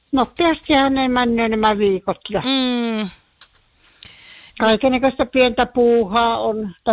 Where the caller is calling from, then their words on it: Oulu, North Ostrobothnia, Finland; Kaakkurista soitan.